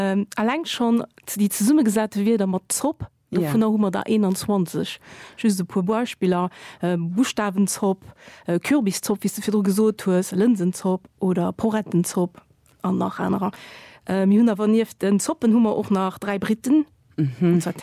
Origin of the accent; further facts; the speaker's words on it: Portugal; German is a second language; now in Germany; aber ich als Portugiesin, ich bin auch so